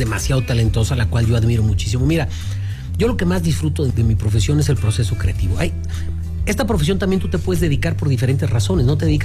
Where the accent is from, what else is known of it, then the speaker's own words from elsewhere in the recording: Mexico; tú en México, por ejemplo, puedes pasarte un alto, estacionarte en triple fila, atropellar a alguien, pero no puedes quitar la cubeta del viene.